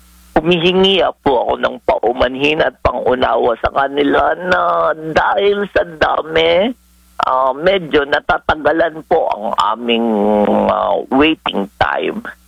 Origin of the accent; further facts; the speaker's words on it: Western Visayas, Philippines; accent: Ilonggo; tinatago ko ang aking Ilonggo accent. Kaso sometimes, pag nagtatanong kayo, dire-diretso lumalabas yung Ilonggo accent ko.